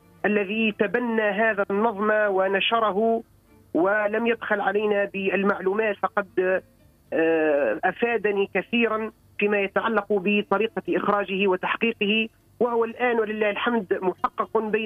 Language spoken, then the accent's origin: Arabic; Sfax, Sfax Governorate, Tunisia; من مدينة صفاقس ومن كامل ربوع بلادنا تونس الطيبة.